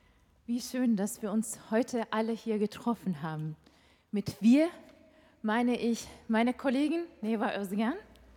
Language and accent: German; Istanbul, Turkey; German is a second language; moved away as an adult; now in Germany; Wir kommen beide aus Istanbul und sprechen dieselbe Sprache. Aber wir sind mit unterschiedlichen traditionellen Musiken aufgewachsen.